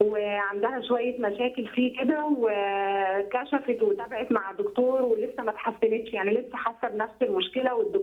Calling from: Alexandria, Alexandria Governorate, Egypt; أنا بكلمك من اسكندرية.

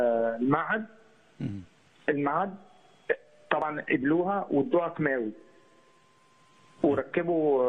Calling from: Giza Governorate, Egypt; انا من الجيزه

